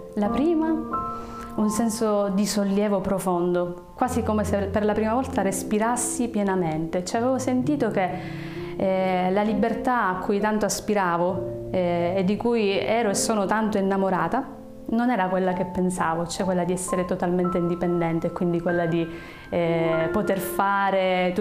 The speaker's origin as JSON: {"language": "Italian", "town": "Canicattì", "region": "Sicily", "country": "Italy", "tie": "born or raised there", "moved": "yes", "said": "a Canicattì, nel mio paese di origine."}